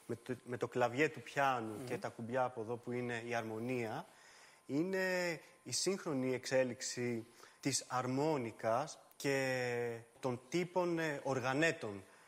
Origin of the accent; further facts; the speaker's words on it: Volos, Thessaly, Greece; Γεννήθηκα και μεγάλωσα στη Νέα Ιωνία Μαγνησίας, στο Βόλο, προσφυγική γειτονιά, ακόμα το πατρικό εκεί. Mm. 38 χρονών είμαι βέβαια